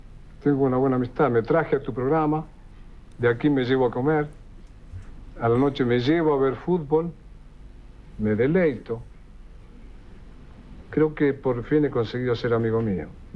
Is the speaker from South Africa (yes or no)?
no; Berisso, Buenos Aires Province, Argentina; moved away; si no en la misma esquina donde me crié, o donde empecé a criarme, a la esquina de al lado, pero seguramente en Berisso, La Plata